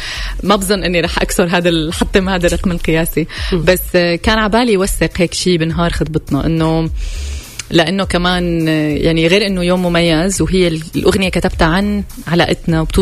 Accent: Syria; ضيعته بالعراق وضيعتي بسوريا، يعني قراب على بعض

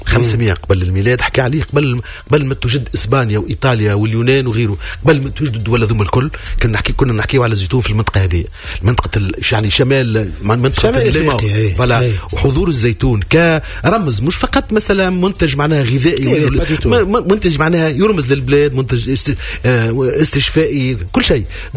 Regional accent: Tunisia; هون في في بلادنا

